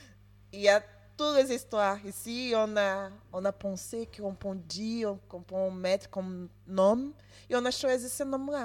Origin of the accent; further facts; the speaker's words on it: Brazil; moved away; je viens du Brésil.